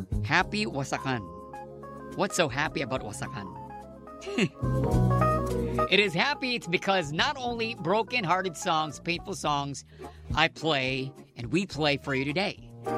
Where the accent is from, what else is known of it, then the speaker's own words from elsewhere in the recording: Imus, Calabarzon, Philippines; I'm from Imus